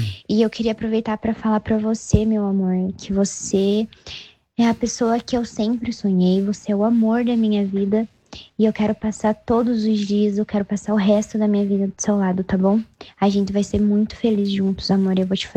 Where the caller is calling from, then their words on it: Ventania, Paraná, Brazil; sou aqui de Ventania